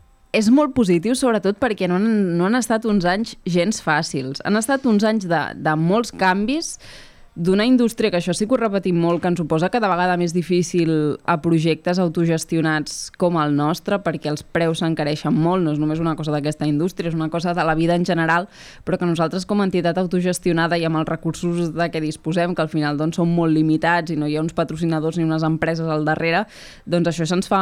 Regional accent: Argentona, Catalonia, Spain; jo sóc molt d'Argentona i per mi era una manera d'involucrar-me en el meu poble

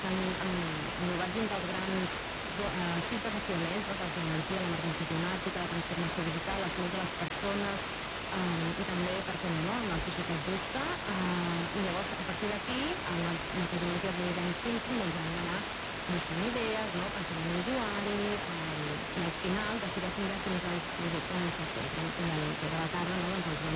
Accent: Italy; Catalan is a second language; moved away as an adult; now in Barcelona, Spain; jo soc italiana

